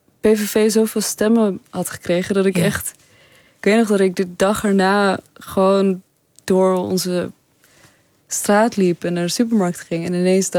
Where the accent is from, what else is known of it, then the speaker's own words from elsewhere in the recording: Netherlands; Oh nee, ik ben wel Nederlands. Of oh nee, ik kan wel Nederlands spreken. Ja. Oh, mijn accent is niet...